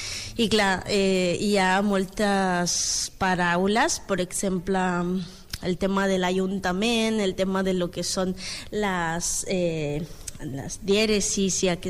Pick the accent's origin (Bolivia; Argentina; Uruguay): Bolivia; Catalan is a second language; moved away as an adult; now in Catalonia, Spain; soc boliviana